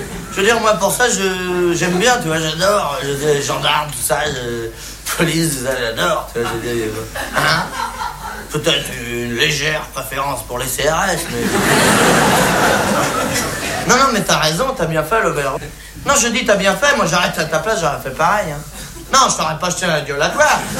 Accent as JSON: {"language": "French", "country": "France", "said": "Ouais, ben, je suis bien placé, hein, je suis français."}